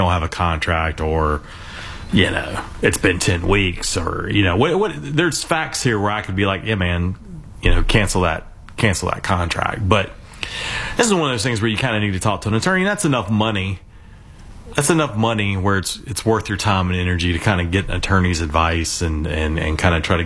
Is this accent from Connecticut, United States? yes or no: no; North Carolina, United States; born and raised in North Carolina.